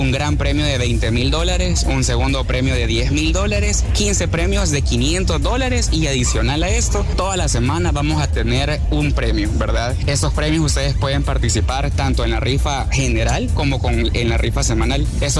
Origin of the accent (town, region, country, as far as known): El Salvador